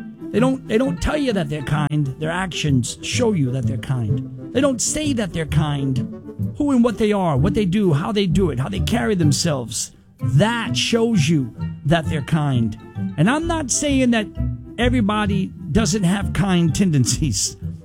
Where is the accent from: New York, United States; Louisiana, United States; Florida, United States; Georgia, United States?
Louisiana, United States; New Orleans; moved away; I worked for him in New Orleans, my hometown.